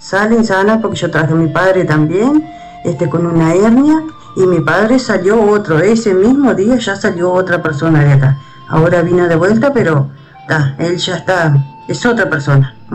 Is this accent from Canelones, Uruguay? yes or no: no; Salto, Uruguay; Yo soy de Salto, sí.